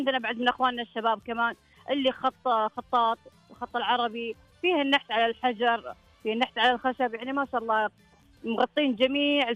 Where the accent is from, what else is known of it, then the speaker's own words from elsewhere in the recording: Jazan Province, Saudi Arabia; عندنا في جازان